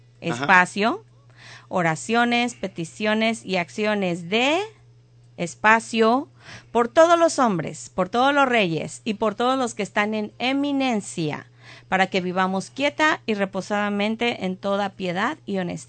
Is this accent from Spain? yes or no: no; Mexico; now in Tennessee, United States